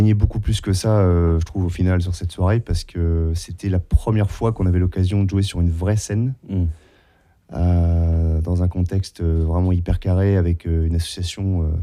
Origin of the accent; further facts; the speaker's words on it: Saint-Lô, Normandy, France; À Saint-Lô, ouais, à Saint-Lô. Parce qu'on est bien de Saint-Lô. On est vraiment de Saint-Lô, j'insiste.